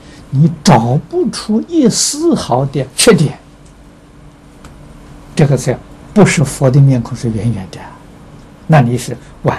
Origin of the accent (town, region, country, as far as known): China